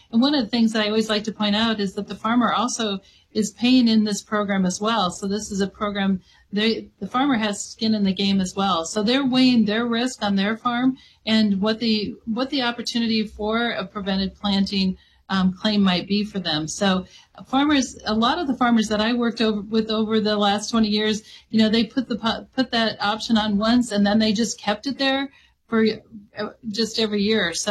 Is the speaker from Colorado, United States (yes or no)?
no; Iowa, United States; As farmers, and I'm a farmer from Iowa, so I can speak to the farmers in Iowa